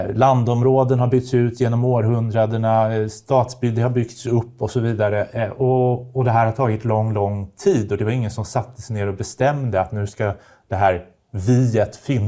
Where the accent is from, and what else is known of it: Sweden